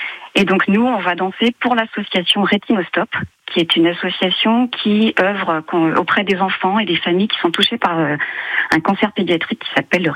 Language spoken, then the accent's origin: French; Gergy, Bourgogne-Franche-Comté, France; now in Chenôve, France; Je suis originaire de Gergy